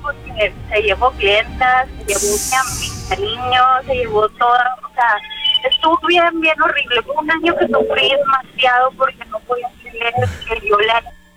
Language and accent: Spanish; Monterrey, Nuevo León, Mexico; Yo soy de Monterrey, Nuevo León.